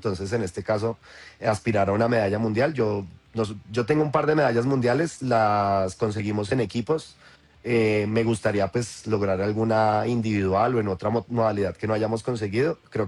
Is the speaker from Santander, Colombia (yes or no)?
no; Bogotá, Colombia; yo que soy de Bogotá